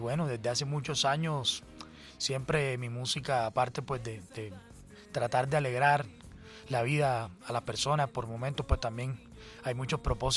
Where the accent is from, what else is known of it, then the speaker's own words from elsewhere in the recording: Cartagena, Bolívar, Colombia; moved away as an adult; now in Bogotá, Colombia; Nací en Cartagena de Indias, ahí crecí, viví casi toda mi vida, después me vine un tiempo para Bogotá. Vengo de una familia con una vena artística también.